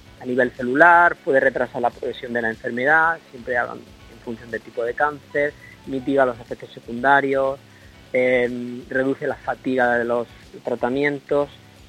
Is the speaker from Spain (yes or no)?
yes; Motril, Andalusia, Spain; yo adoro mi tierra, adoro Motril, y es mi lugar